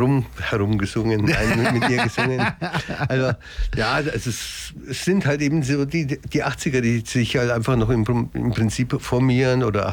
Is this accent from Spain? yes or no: no; Italy; Als Italiener